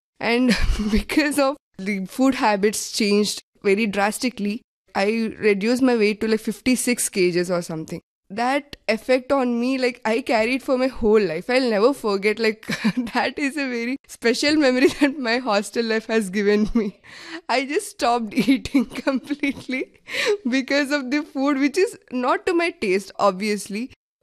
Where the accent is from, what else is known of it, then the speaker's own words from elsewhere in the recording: Andhra Pradesh, India; I am from Andhra Pradesh and I am a student from College of Agriculture, Vilayani.